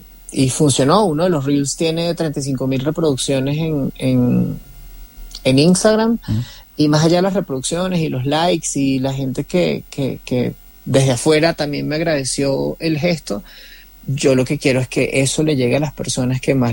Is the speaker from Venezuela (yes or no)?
yes; Venezuela; moved away as an adult; now in Bogotá, Colombia